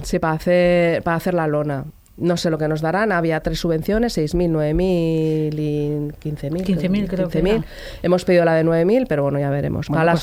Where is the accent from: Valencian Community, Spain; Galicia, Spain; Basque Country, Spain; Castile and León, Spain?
Basque Country, Spain; Sestao; Somos todas mujeres de Sestao vinculadas al municipio.